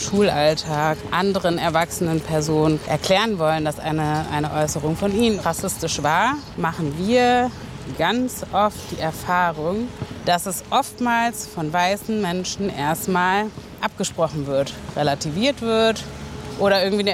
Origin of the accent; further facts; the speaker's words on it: Germany; Also ja, klar bin ich Deutsche, aber es ist für mich jetzt nicht ein hundertprozentiges Heimatgefühl